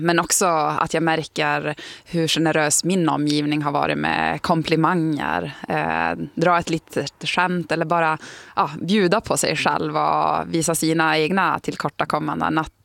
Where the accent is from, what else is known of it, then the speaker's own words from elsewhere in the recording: Tärendö, Norrbotten County, Sweden; Men däremot när jag bodde hemma i Tärendö, så då hälsar man ju på alla. Det var en mindre by, så oavsett om man kände igen bilen direkt så höjde man ju handen och möttes med ett leende.